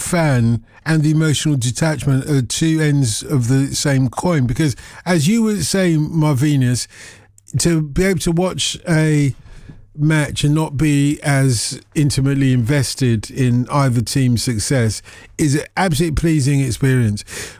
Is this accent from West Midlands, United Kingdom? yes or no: no; London, United Kingdom; as a lot of people know, I grew up in North London